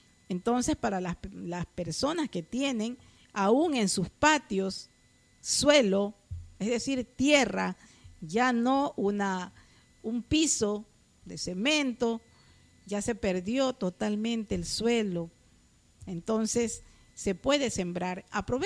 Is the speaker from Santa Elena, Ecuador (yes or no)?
yes; Santa Elena, Ecuador